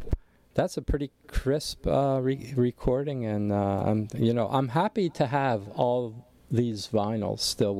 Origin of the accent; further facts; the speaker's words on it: Pennsylvania, United States; moved away; I come from Pennsylvania